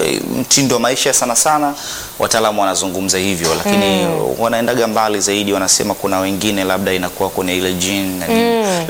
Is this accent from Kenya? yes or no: no; Songea, Ruvuma, Tanzania; born there; mimi sijakulia mjini, japokuwa nimezaliwa mjini, ila nimekulia pembezoni mwa miji. Nimekuwa zaidi kwa bibi.